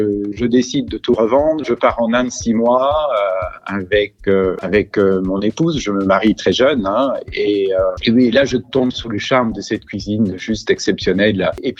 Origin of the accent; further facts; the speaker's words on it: Belgium; now in Bagnères-de-Bigorre, France; je suis belge, donc mon aventure culinaire, elle commence en Belgique.